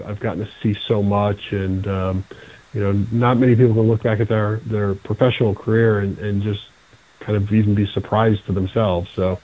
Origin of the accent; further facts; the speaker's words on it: Boulder, Colorado, United States; moved away as an adult; I grew up fly fishing in Boulder, Colorado.